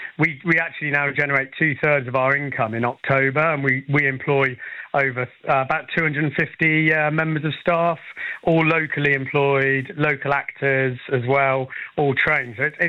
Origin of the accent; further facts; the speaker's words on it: United Kingdom